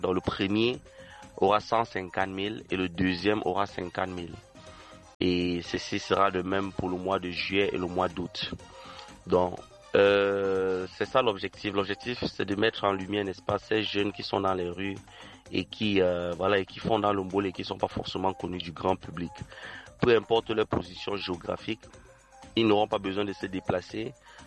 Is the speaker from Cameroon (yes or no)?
yes; Cameroon; chez nous au Cameroun